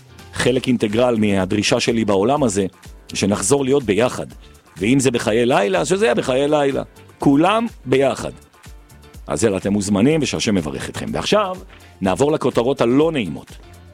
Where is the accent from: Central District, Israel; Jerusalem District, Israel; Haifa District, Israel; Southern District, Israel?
Jerusalem District, Israel; Jerusalem; כולנו פה ירושלמים, אגב, למי שלא מבין במה מדובר, אבל אנחנו ירושלמים